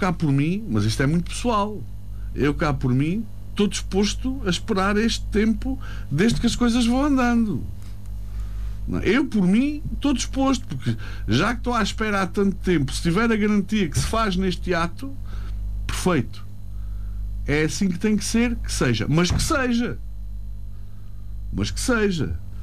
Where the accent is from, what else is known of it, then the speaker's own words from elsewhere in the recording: Beja, Alentejo, Portugal; E eu sou de Beja.